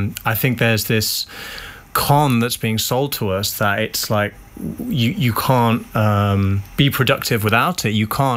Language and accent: English; Birmingham, West Midlands, United Kingdom; I'm from Birmingham.